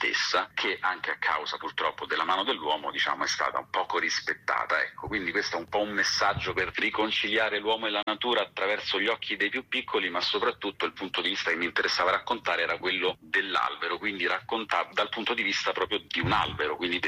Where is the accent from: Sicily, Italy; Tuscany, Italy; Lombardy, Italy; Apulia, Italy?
Apulia, Italy; moved away; io sono pugliese di origine